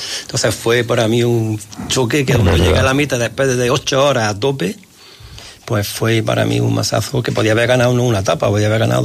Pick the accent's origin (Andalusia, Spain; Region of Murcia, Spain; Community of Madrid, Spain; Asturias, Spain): Andalusia, Spain; Granada; Yo, al ser de Granada, amo mucho mi tierra. De verdad que yo me siento siempre muy granadino.